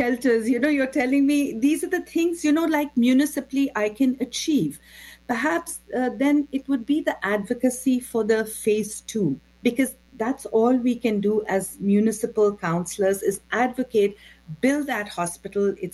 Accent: India; moved away as an adult; now in Canada; I immigrated to Canada from India, and I was already a mortgage consultant, teacher, and a script writer in my previous life.

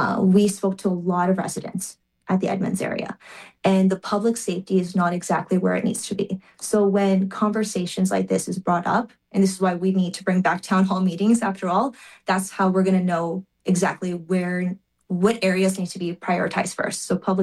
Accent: Burnaby, British Columbia, Canada; I was born and raised here in Burnaby.

